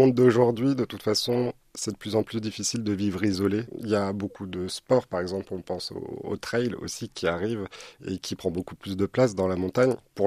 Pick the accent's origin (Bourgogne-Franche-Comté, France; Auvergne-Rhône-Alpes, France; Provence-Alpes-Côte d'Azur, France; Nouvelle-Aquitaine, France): Auvergne-Rhône-Alpes, France; Annecy; also born or lived in Lyon; J'ai grandi à Annecy, mais je suis parti 10 ans à Lyon pour travailler. Et en revenant sur Annecy